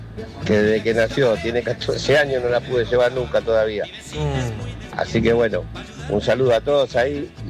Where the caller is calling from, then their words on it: Ciudad Evita, Buenos Aires Province, Argentina; de Ciudad Vita